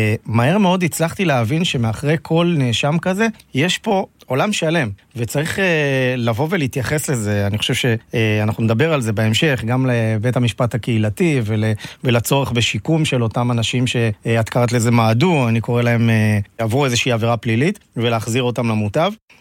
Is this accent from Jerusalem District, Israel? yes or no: no; Beit She'an, Northern District, Israel; born there; גם נולדתי בבית שאן